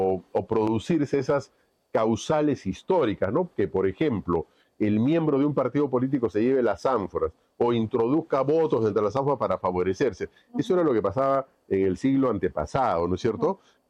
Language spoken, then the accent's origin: Spanish; Peru; que como peruanos opino